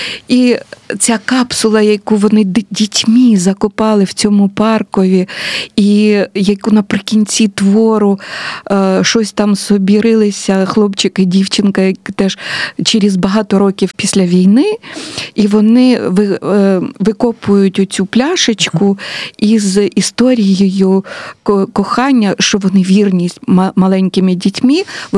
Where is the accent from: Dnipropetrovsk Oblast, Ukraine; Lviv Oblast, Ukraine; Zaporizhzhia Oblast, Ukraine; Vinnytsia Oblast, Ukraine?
Zaporizhzhia Oblast, Ukraine; Melitopol; я ж з Мілітополя